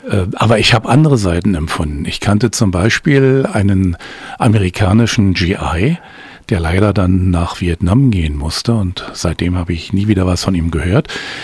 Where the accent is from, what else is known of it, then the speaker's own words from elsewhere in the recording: Germany; da durfte ich als Deutscher nicht rein